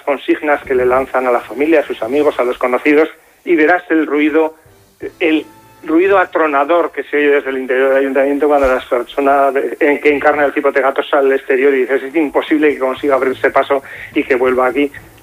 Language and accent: Spanish; Aragon, Spain; soy un aragonés integrado.